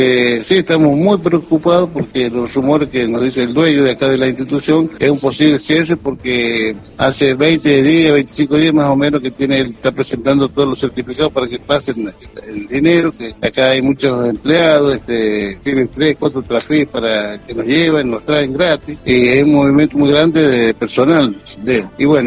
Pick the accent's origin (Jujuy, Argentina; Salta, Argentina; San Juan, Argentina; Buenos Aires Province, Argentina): San Juan, Argentina; Yo soy sanjuanino y allá no hay.